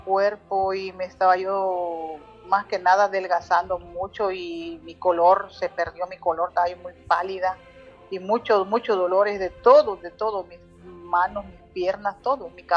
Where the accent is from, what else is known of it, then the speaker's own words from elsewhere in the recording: Chiapas, Mexico; Soy de Chiapas.